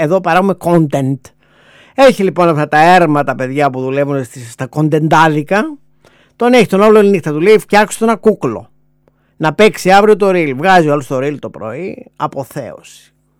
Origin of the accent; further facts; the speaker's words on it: Thessaloniki, Central Macedonia, Greece; επειδή ήμουν από Θεσσαλονίκη